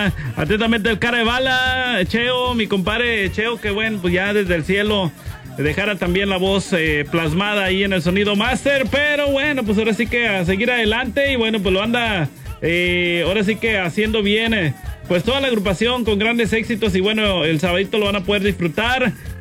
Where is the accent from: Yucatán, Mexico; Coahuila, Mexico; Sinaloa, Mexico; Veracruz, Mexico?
Coahuila, Mexico; Saltillo; now in Altamira, Mexico; yo soy de Saltillo, Coahuila, saludos desde Altamira